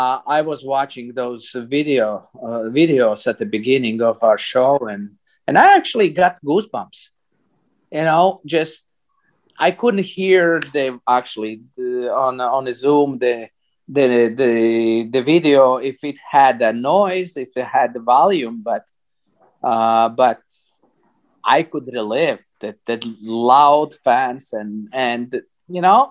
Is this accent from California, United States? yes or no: yes; San Jose, California, United States; But still, when we mentioned we are from San Jose, they said, where is that? I said, oh, that's in Bay Area next to San Francisco.